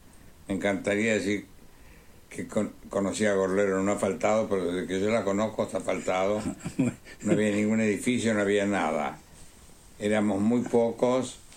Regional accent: Punta del Este, Maldonado, Uruguay; also born or lived in Montevideo; Estaba en tercero de escuela. Iba al Crandon. Ajá. Nos mudamos primero a Punta del Este.

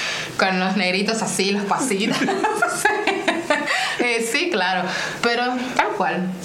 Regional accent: Santiago de Cuba, Cuba; now in Uruguay

